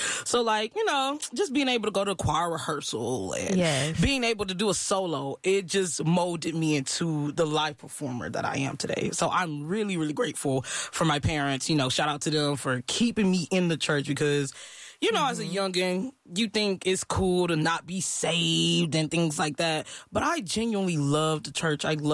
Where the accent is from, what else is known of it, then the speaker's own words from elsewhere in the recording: Texas City, Texas, United States; also born or lived in Galveston, United States; So I usually like to say that I was just born in Galveston, but I was raised in Texas City.